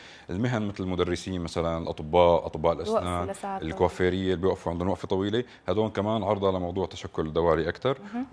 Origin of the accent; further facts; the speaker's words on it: Syria; ونحن عنا سوريين